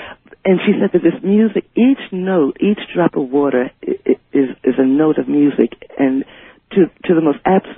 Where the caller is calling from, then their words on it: Richmond, Virginia, United States; I'm calling from Richmond, Virginia.